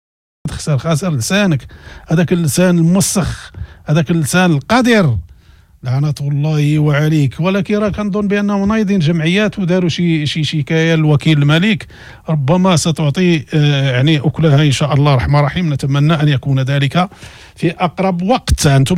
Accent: Morocco; moved away; احنا راه مغاربة

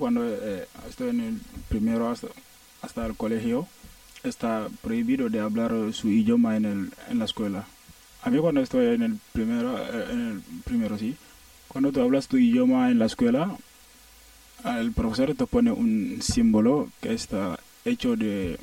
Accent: Senegal; Él dice que es imposible de ser de Senegal y sin hablar el Wolof. Yo le digo, eso es falso. Porque yo vine de un pueblo que no habla el Wolof.

